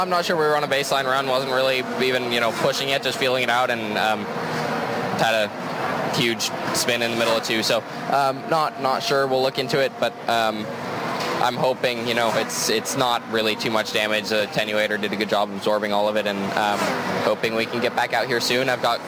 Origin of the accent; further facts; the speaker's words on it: United States; as an American.